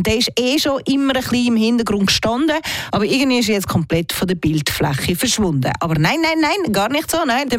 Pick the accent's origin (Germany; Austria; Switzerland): Switzerland; Bei uns in der Schweiz ist es ein bisschen vielfältiger.